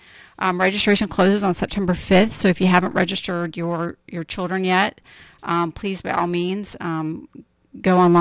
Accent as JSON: {"language": "English", "town": "St. Augustine", "region": "Florida", "country": "United States", "said": "I mean, I'm from St. John's County, St. Augustine."}